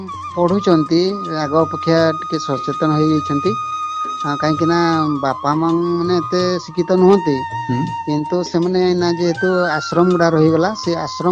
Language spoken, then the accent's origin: Odia; Gaduatpur, Odisha, India; ଆଉ M school ପର୍ଯ୍ୟନ୍ତ ଆମର ଆମ ଗାଁ ନିଜେ ଗଡ଼ୁଆଟପୁରରେ ରହିଛି।